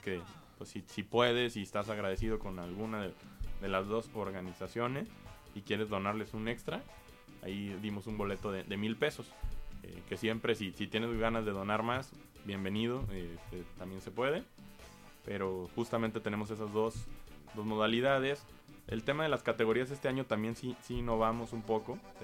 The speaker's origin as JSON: {"language": "Spanish", "country": "Mexico", "said": "como buenos mexicanos dejamos"}